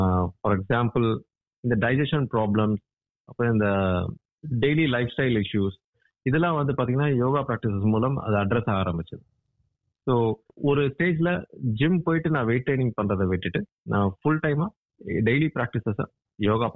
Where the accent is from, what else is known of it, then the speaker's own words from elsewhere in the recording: India; moved away as an adult; now in Australia; நான் இந்தியாவில் தான் பிறந்து வளர்ந்தேன்.